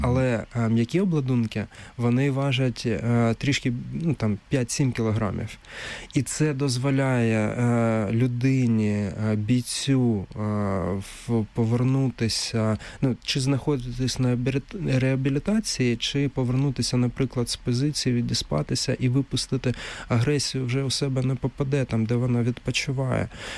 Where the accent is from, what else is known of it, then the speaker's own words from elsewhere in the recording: Kharkiv, Kharkiv Oblast, Ukraine; Раніше, до повномасштабного вторгнення, наприклад, в Харкові, це моє рідне місто, і в моєму клубу, в клубі «Шарухань» було три дитячі секції.